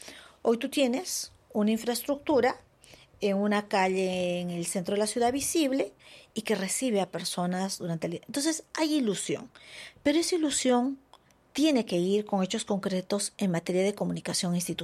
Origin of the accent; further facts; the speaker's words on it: Puno, Peru; moved away as an adult; also born or lived in Arequipa; Yo soy de Puno. Viví en Arequipa 10 años